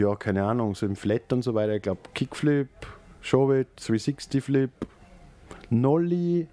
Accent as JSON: {"language": "German", "town": "Mattighofen", "region": "Upper Austria", "country": "Austria", "said": "ich bin eigentlich Oberösterreicher aus Mattighofen"}